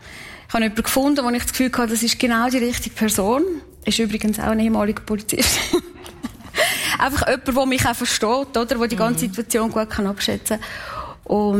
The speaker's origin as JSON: {"language": "German", "town": "Kaltbrunn", "region": "St. Gallen", "country": "Switzerland", "tie": "born or raised there"}